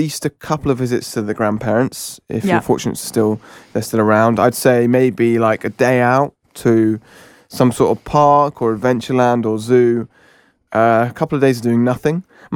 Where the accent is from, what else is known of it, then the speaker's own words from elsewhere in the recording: Brighton, South East England, United Kingdom; especially because I'm from Brighton.